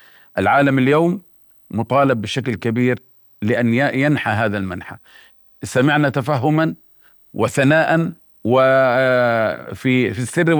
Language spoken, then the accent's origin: Arabic; Palestine; إحنا الشعب الفلسطيني ليس طارئا على أرضه، الشعب الفلسطيني هو أصيل، نحن شعب نعيش مئات وآلاف السنين على هذه الأرض